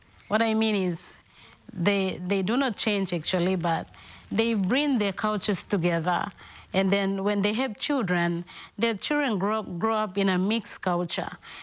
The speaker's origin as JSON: {"language": "English", "region": "Milne Bay Province", "country": "Papua New Guinea", "second_language": "English", "said": "I come from Milne province, which is near the capital of Papua New Guinea, which is Port Moresby. I speak a totally different language."}